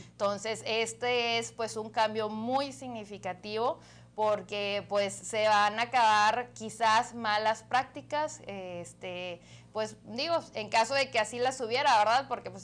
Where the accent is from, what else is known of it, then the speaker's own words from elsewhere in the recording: fifth district, Tamaulipas, Mexico; aquí por ejemplo en el quinto distrito, pues es un distrito en el que además de ser mi casa, donde yo nací, he crecido y quiero y amo con todo mi corazón